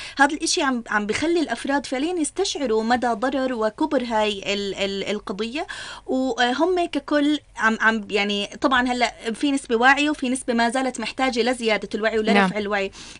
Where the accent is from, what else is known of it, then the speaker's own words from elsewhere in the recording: Jordan; احنا كمجتمع اردني